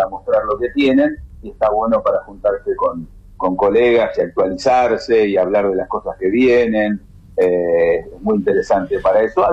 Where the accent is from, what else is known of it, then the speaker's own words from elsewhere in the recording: Argentina; somos Argentina